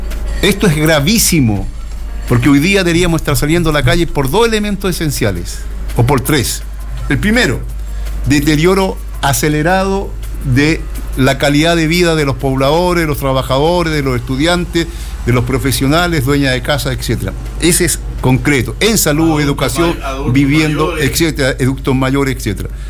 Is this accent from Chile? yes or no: yes; Chile; Yo soy chileno, tengo un programa para Chile.